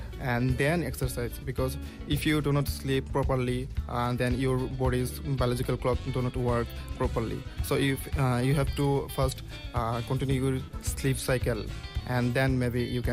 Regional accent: Bangladesh; moved away as an adult; now in Busan, South Korea; I'm from Bangladesh. Right now, I'm staying here in Busan and I continue my study.

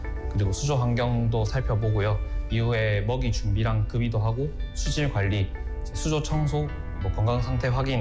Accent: Busan, South Korea; 저는 부산에서 태어나고 자랐고 해양생물을 전공하면서 24년부터 지금까지 3년차 아쿠아리스트로 근무 중이며

